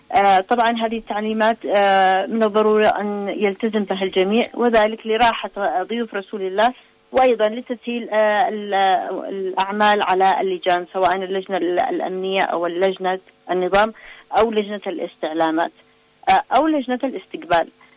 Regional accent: Yemen; يليق بنا كيمنيين

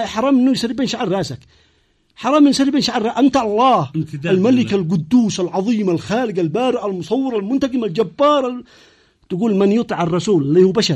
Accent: Yemen

